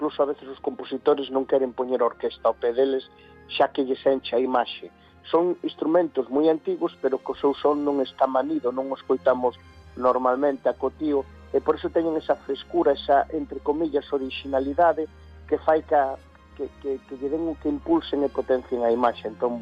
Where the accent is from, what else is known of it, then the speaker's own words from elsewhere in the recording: Galicia, Spain; sinto-me moi honrado como galego de ver que a xente acude aos meus concertos